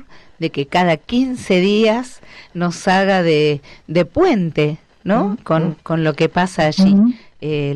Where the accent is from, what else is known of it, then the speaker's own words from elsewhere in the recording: Argentina; nosotros desde acá como argentinos